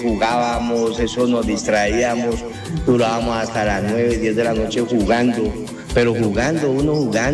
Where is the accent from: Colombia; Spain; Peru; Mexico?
Colombia; cuando yo me crié en el Alfonso López